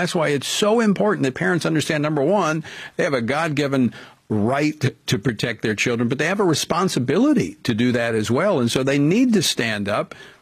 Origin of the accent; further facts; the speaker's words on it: Louisiana, United States; my home state of Louisiana, conservative red state